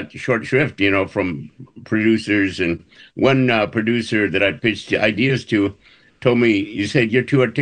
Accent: United States; But you know, I'm just as American as anybody else, and so my roots are indigenous. You know, so I go way back.

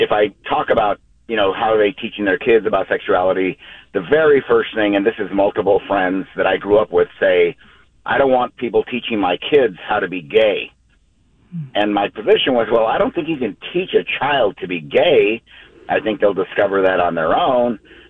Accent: Albuquerque, New Mexico, United States; now in Santa Clara, United States; I grew up in New Mexico, in Albuquerque

